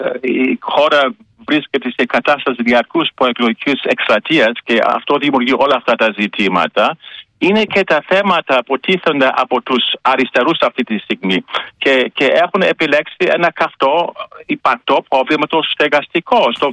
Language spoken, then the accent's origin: Greek; Germany; και εγώ ως Γερμανός, ως άνθρωπος φιλελεύθερος και δημοκράτης